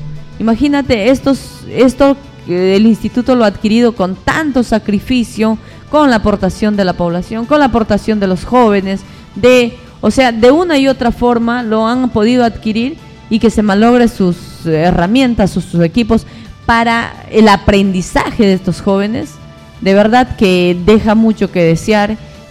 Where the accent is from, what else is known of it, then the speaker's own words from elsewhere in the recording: San Martín, Peru; born there; yo nací aquí en El Dorado, claro, mis padres son migrantes